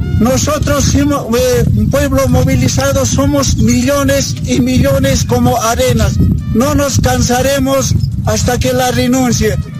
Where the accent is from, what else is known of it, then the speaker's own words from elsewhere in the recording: Puerto Acosta, La Paz, Bolivia; Nosotros somos municipio de Puerto Acosta, provincia Camacho.